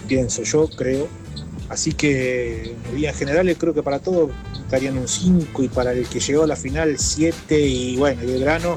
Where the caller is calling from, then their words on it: Gregorio de Laferrere, Buenos Aires Province, Argentina; de la Ferrere.